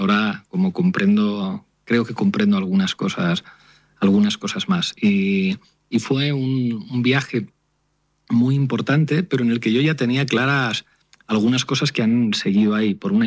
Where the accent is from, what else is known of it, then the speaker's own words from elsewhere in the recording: Spain; es como un español que entiende que su escuela política es América Latina